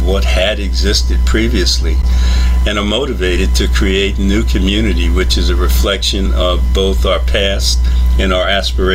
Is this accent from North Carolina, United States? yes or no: no; New York City, New York, United States; now in Portland, United States; I'm a New Yorker. I grew up in Bedford-Stuyvesant in Brooklyn, which has been tremendously gentrified, tremendously.